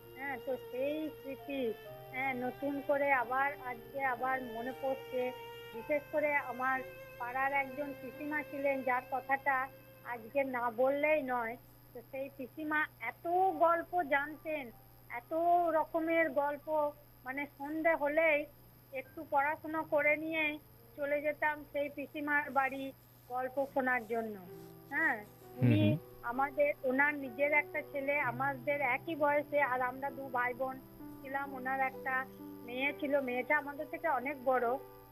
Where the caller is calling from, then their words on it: Bolpur, West Bengal, India; আমি পশ্চিমবঙ্গের বোলপুর বীরভূম থেকে